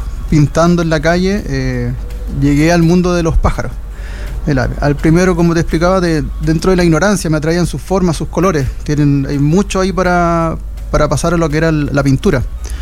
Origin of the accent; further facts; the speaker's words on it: San Felipe, Valparaíso, Chile; now in Viña del Mar, Chile; Soy oriundo de San Felipe, pero estoy viviendo en Viña.